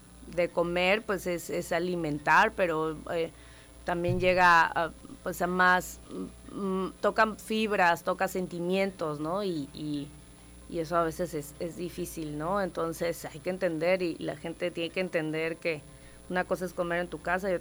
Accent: Tabasco, Mexico

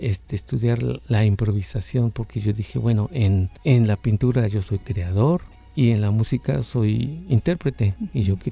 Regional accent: Xalapa, Veracruz, Mexico; born there; moved away; also born or lived in Brussels; Yo nací en Jalapa, Veracruz. Desde luego me fui muy joven, chamaco, vamos a decirlo así, coloquialmente, a la ciudad de Bruselas para estudiar ahí las artes plásticas, la escuela del conservatorio de música y la escuela de cine.

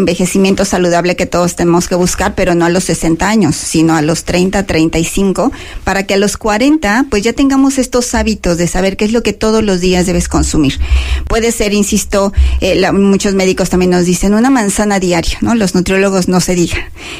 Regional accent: Mexico; como mexicanos tenemos deficiencias de vitamina D

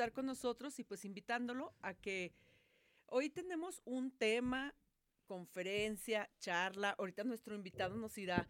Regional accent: Mexico; somos mexicanos.

